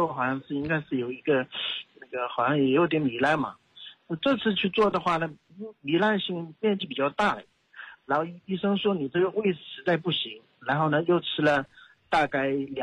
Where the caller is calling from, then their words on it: Zhoushan, Zhejiang, China; 我是浙江舟山人。